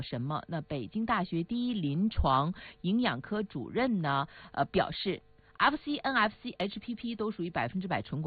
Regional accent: Northeast China, China; accent: Northeastern Mandarin; 用我们东北话

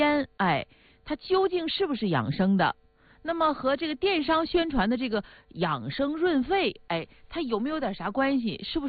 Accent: Northeast China, China; accent: Northeastern (Dongbei) dialect; 那就像我们东北话说的

